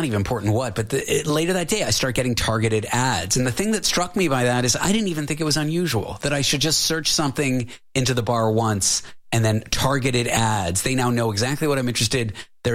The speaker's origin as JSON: {"language": "English", "country": "Canada", "said": "I'm from Canada. There's 40 million people there."}